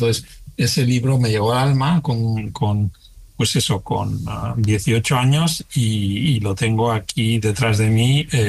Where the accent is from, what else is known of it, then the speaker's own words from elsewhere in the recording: Spain; moved away as an adult; now in United States; Yo soy español de pura cepa y pues eso, buen futbolero y madridista además.